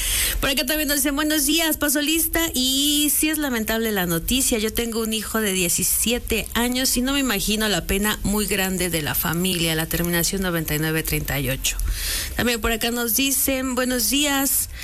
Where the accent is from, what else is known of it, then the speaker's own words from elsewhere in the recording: Tlaxcala, Mexico; Y sí, también saludos a mi tierra natal, Tlaxcala, la capital.